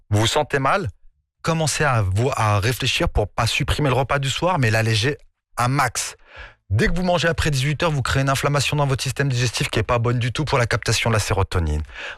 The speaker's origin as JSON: {"language": "French", "country": "Morocco", "said": "Vous allez vous dire que je suis suisse, mais non, je suis marocain, un maghrébi, mais je vais vous dire et l'un et l'autre."}